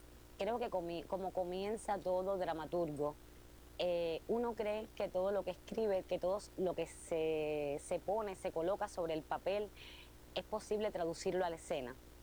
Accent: Cuba; Soy una mujer cubana, soy una mujer cubana que se parece muchísimo al público que va a ver a la sala. Soy también una mujer latinoamericana

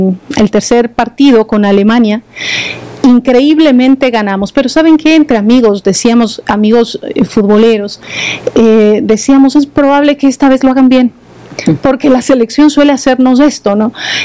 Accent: Ecuador; lo emocionada que estaba como ecuatoriana

